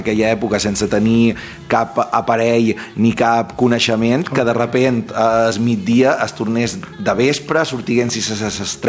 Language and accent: Catalan; Es Castell, Balearic Islands, Spain; encantat aquí d'estar a Ràdios Castell, que és el meu poble, que m'estimo un munt